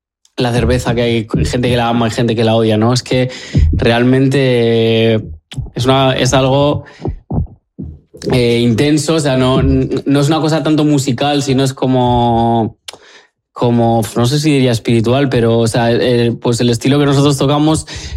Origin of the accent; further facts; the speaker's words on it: Vitoria-Gasteiz, Basque Country, Spain; nosotros que somos de Gasteiz.